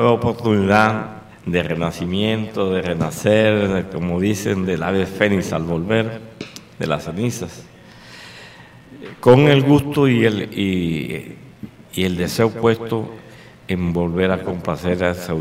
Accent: San Juan del Cesar, La Guajira, Colombia; now in Barranquilla, Colombia; de un querer volver a mi tierra después de tantos años, 25 años, y estar todavía con la necesidad de la felicidad que siempre viví toda la vida aquí, mi pueblo, mi terruño, este pueblo tan querido para mí

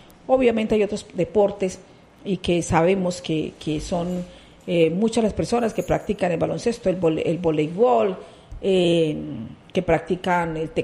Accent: Colombia

